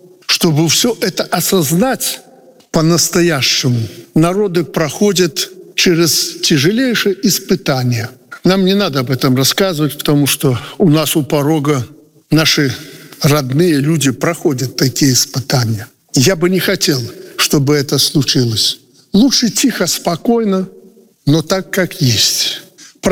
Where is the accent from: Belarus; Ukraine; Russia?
Belarus